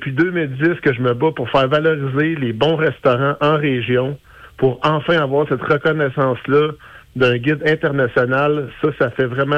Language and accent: French; Asbestos, Quebec, Canada; also born or lived in Montreal; now in Granby, Canada; Moi, j'ai travaillé longtemps sur Montréal. Je suis arrivé à Granby. Moi, je suis natif d'Asbestos.